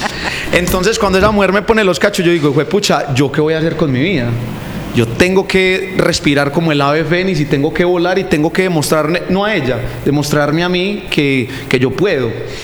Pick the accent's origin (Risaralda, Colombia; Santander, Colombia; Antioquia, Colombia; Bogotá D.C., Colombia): Antioquia, Colombia; Pueblo Rico; yo vengo de Pueblo Rico, Antioquia. Yo soy de acá del suroeste antioqueño. Yo fui campesino